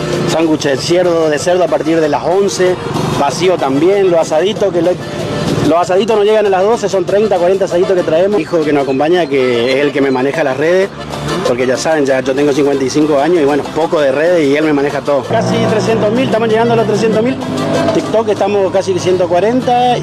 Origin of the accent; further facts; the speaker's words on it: Posadas, Misiones, Argentina; Criado y mal criado acá en Posada Misiones.